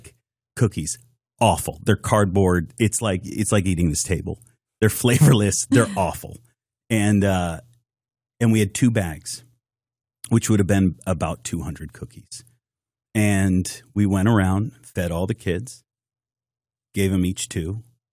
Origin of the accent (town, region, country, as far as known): Massachusetts, United States